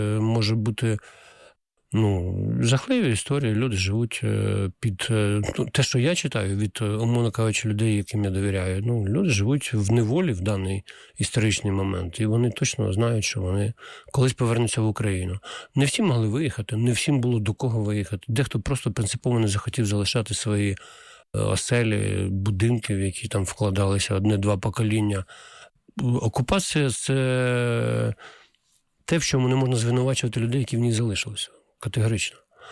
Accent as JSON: {"language": "Ukrainian", "town": "Kalanchak", "region": "Kherson Oblast", "country": "Ukraine", "tie": "born or raised there", "moved": "yes", "said": "мене вчили в Каланчатській середній школі імені Надії Костянтинівни Крупської, якою закінчив золотою медаллю"}